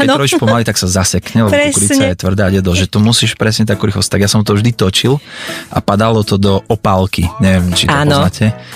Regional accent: eastern Slovakia, Slovakia; Ja pochádzam z východného Slovenska a ja som to miloval ako chlapec, pretože taký sídliskový život bol nudný v paneláku

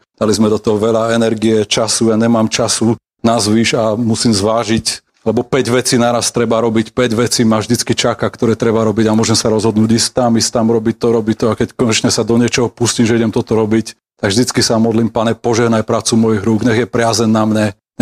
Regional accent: Liptovský Hrádok, Žilina Region, Slovakia; moved away as an adult; now in Bratislava, Slovakia; keď som ako študent prišiel do Bratislavy na začiatku statier z Vášca, keď som z Liptovského hradku, tam som chodil na gympel

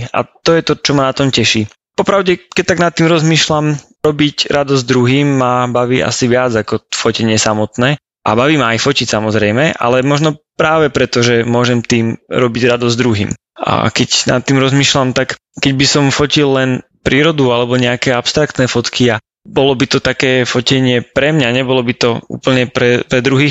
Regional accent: Žilina, Žilina Region, Slovakia; mám 25 rokov, pochádzam do Žiliny a už takmer rok som ženatý.

